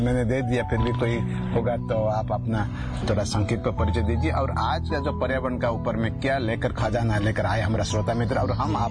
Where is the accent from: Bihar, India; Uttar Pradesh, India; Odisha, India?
Odisha, India; हम तो उड़ीसा से आए, यहाँ पर हिंदी भाषा और यहाँ का लोकल भाषा जो